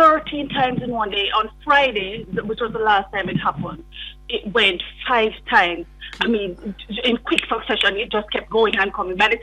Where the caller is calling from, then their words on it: Portmore, Saint Catherine, Jamaica; So, I am calling from Portmore.